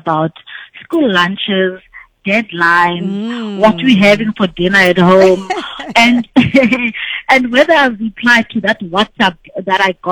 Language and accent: English; Ekondweni, Tanzania; English is a second language; So the woman behind it all is, I would say, is just an ordinary woman from born and raised in Tanzania, Ekondweni. That's me behind all these titles.